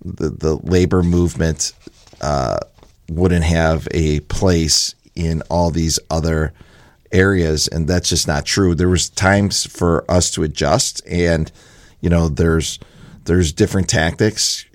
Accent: Lockport, Illinois, United States; I grew up in a very blue collar town. We were, as people ask me, well, where are you from? I'm from Lockport. It's a suburb of Joliet.

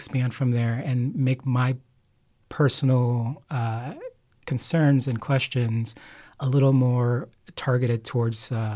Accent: Houston, Texas, United States; now in Chicago, United States; So I was born in Houston. My parents immigrated from El Salvador in 1986. My mom was actually pregnant with me, 6 months pregnant.

